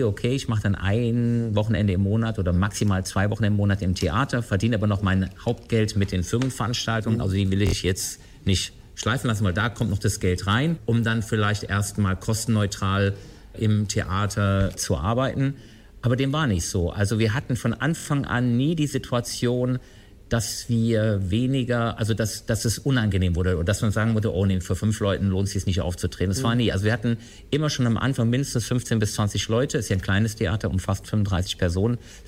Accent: Cologne, North Rhine-Westphalia, Germany; Also ich komme ursprünglich aus Köln, habe damals in Köln BWL studiert

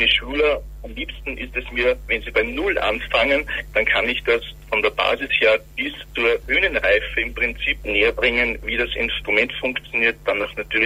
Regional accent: Austria; aber natürlich anfangs die Blockflöte ist bei uns in Österreich traditionell

